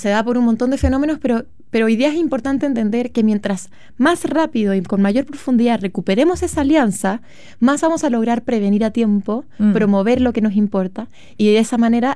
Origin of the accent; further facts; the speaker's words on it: Chile; como chilenos tenemos hoy día una relación familia-escuela súper quebrada.